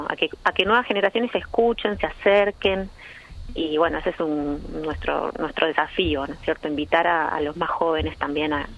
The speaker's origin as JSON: {"language": "Spanish", "town": "La Plata", "region": "Buenos Aires Province", "country": "Argentina", "moved": "yes", "lives_now": "Puerto Madryn, Argentina", "said": "yo soy de La Plata"}